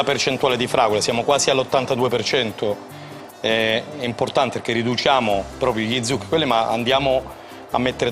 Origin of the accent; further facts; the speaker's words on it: Zagarise, Calabria, Italy; born there; moved away; nel mio paese di nascita